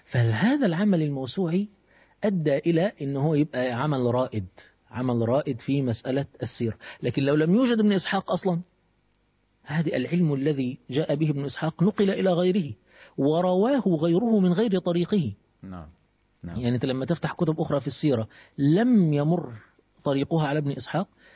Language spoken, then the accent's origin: Arabic; Egypt; دار مريت مشهورة عندنا في مصر